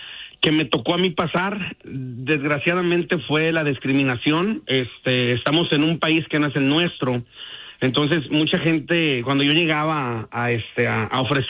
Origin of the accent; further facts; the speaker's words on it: Nayarit, Mexico; also born or lived in Sinaloa; now in United States; nosotros somos de Nayarit, del estado de Nayarit, de la parte de Tepic, parte costera también de Santiago Escuintla, Nayarit. También con familia en Sinaloa, parte de Mazatlán.